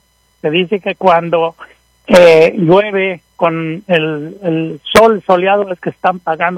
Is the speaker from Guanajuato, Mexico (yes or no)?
no; Guerrero, Mexico; also born or lived in Cuernavaca, Morelos; now in Brighton, United States; Yo soy originario del estado de Guerrero, pero yo llegué a vivir ahí en Morelos, en una colonia de Cuernavaca. Y realmente, como dijo el chiste, la India María, ahora ya no soy ni de aquí ni de allá